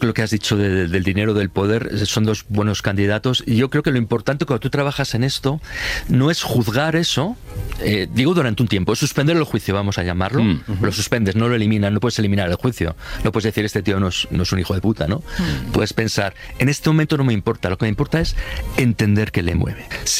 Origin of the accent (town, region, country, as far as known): Spain